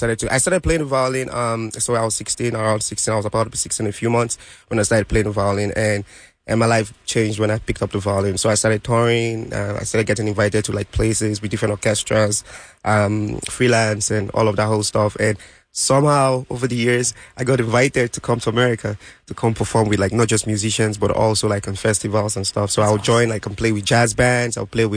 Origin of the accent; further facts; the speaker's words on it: Nigeria; moved away as an adult; also born or lived in New York; now in Houston, United States; growing up in Nigeria